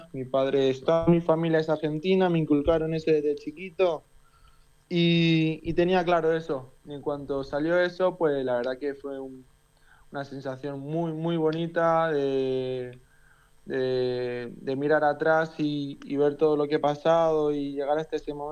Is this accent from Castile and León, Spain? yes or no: no; Torrevieja, Valencian Community, Spain; Y nada, y me crié acá en Torrevieja.